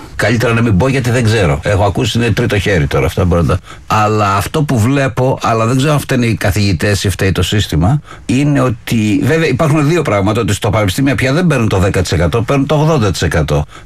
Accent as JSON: {"language": "Greek", "town": "Pylos", "region": "Peloponnese", "country": "Greece"}